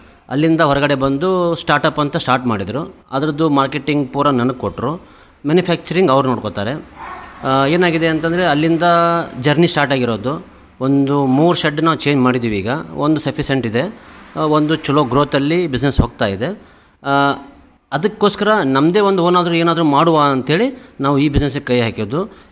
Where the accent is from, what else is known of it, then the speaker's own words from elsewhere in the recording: Hubli, Karnataka, India; now in Shivamogga, India; ನಾವು ಬಂದ್ಬಿಟ್ಟು ಹುಬ್ಳಿಯವರು.